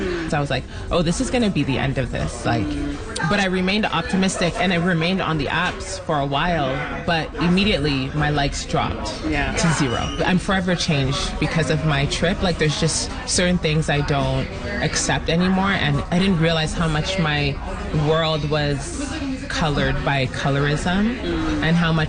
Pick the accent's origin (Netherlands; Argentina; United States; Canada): Canada; Toronto, Ontario; So growing up in Toronto, I learned pretty quickly how people viewed like black women generally, but especially darker skinned black women.